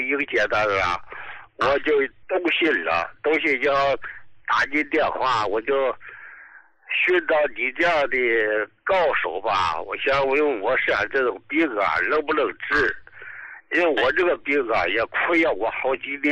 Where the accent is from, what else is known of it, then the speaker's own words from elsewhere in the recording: Dalian, Liaoning, China; 我是大连的哈，就在义大二院的